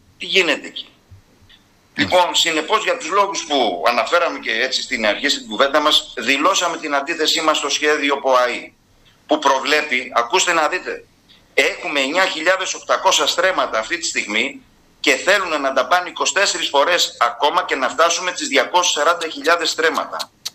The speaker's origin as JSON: {"language": "Greek", "town": "Methana", "region": "Attica", "country": "Greece", "also_born_or_lived": "Athens", "moved": "as an adult", "said": "άφησα την Αθήνα που ήμουνα από την ημέρα που έβγαλα το λύκειό μου, το ξέρει και ο κύριος Πασάς. Και ήμουνα στην Αθήνα για πόσα χρόνια, και στα 55 μου γύρισα στον τόπο μου"}